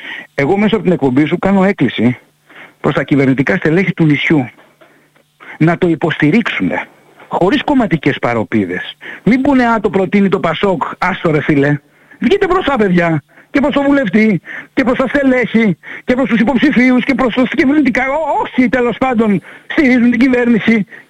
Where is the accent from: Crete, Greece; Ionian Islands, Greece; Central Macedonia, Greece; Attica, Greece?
Ionian Islands, Greece; Kefalonia; born there; Εμένα το μυαλό μου και η καρδιά μου είναι στην Κεφαλονιά ως νησιώτης.